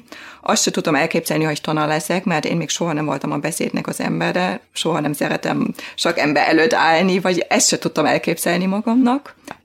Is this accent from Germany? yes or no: yes; Dresden, Saxony, Germany; Hungarian is a second language; moved away as an adult; now in Hungary; én Németországban születtem, még jobban NDK-ban, annak az idején, Dresdában, egy nagyon szép városban. Egy hívő családban, és 4 testvérek voltunk.